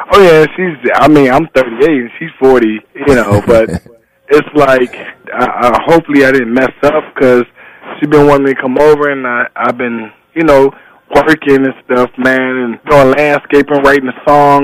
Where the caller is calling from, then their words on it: Flint, Michigan, United States; I'm calling from Flint, Michigan, man.